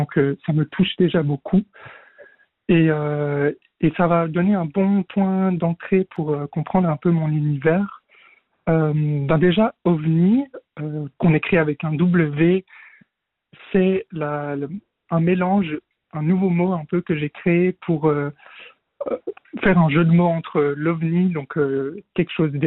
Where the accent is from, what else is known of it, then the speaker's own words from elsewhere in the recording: Moutier, Jura, Switzerland; J'ai grandi dans le Jura. Dans une ville qui à la base était le canton de Berne et qui ensuite a changé au Jura récemment.